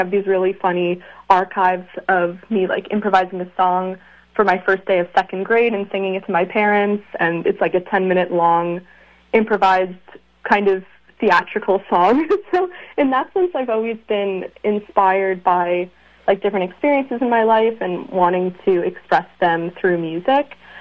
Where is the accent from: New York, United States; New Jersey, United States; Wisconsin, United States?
New York, United States; I'm from Long Island, but I'm also a very frequent visitor of Manhattan, so I kind of view both of them as my home a bit.